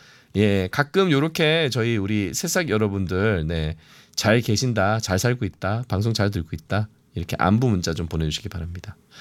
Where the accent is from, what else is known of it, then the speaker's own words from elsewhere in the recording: Gyeongsang, South Korea; 저도 이제 경상도 사람이니까.